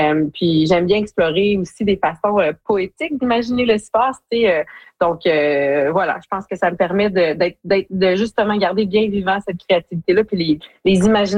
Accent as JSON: {"language": "French", "town": "Hearst", "region": "Ontario", "country": "Canada", "said": "Et je viens de Hearst, dans le nord de l'Ontario, mais j'ai de la famille qui est à Geraldton, qui est à Long-Lac, qui est dans ces différentes régions-là."}